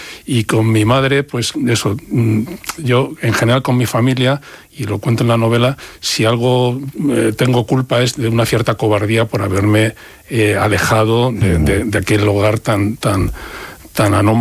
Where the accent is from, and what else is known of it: Madrid, Community of Madrid, Spain; born there